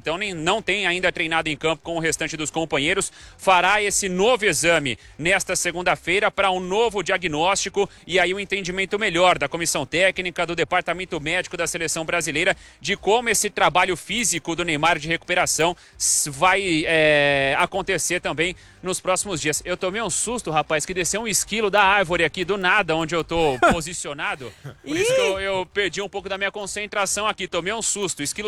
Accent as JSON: {"language": "Portuguese", "town": "Catanduva", "region": "São Paulo", "country": "Brazil", "tie": "born or raised there", "said": "Vamos deixar claro, tá, que eu passei a minha infância e a minha adolescência toda em Catanduva. Então, eu fui criado, sim, nas ruas do interior de São Paulo."}